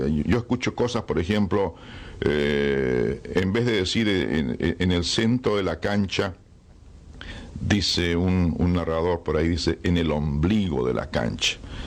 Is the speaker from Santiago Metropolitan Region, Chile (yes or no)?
no; Viña del Mar, Valparaíso, Chile; born there; Durante la Guerra Civil Española, nosotros vivíamos en Viña del Mar, en Chile